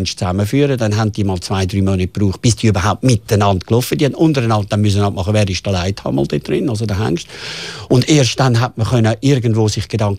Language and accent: German; Switzerland; wir als Schweizer